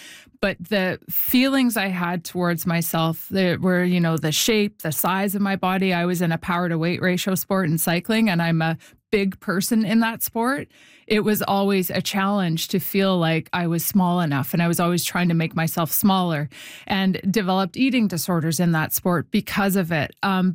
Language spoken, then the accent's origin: English; Winnipeg, Manitoba, Canada; It was community sport growing up in Winnipeg, playing ringet